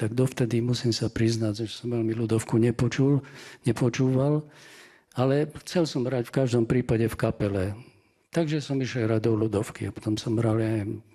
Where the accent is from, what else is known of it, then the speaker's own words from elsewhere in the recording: Košice, Košice Region, Slovakia; Vyrastal som v Košiciach